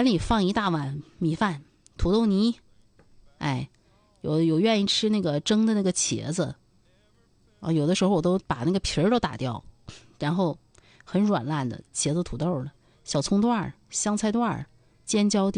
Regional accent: Harbin, Heilongjiang, China; 就是我也是正宗的哈尔滨人，有的时候也怀念那口地道的东北味儿。

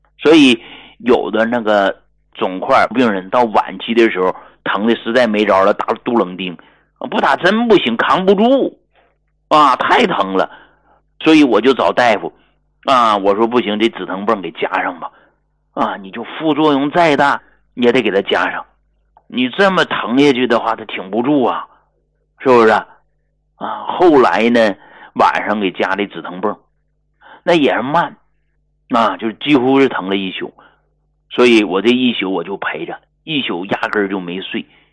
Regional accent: Northeast China, China; 咱们东北人讲话了

